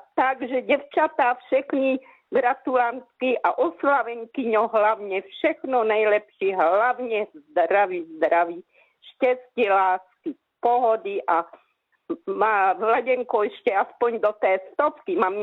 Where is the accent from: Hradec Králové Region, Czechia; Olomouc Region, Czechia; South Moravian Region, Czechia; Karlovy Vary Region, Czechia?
Olomouc Region, Czechia; Moravičany; now in Dobrovice, Czech Republic; já už jsem taky 70 let rodačka z Moravičan, teď bydlím pár měsíců na novým krásným bydlení v Dobravici, to je kilometr od Moravičan.